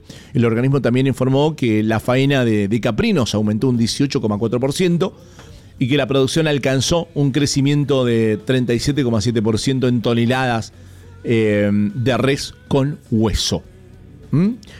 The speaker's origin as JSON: {"language": "Spanish", "region": "Mendoza", "country": "Argentina", "said": "obviamente, como mendocino"}